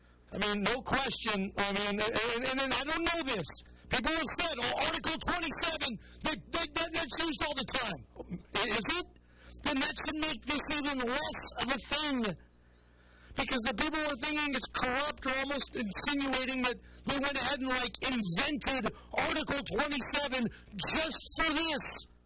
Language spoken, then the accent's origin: English; Seattle, Washington, United States; World Cup in Seattle, my hometown.